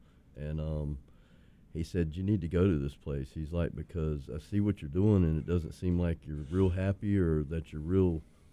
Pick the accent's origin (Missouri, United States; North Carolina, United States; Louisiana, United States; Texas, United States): North Carolina, United States; Well, I'm a what you call from the Far East. I'm from the Appalachian Mountains of North Carolina, but I've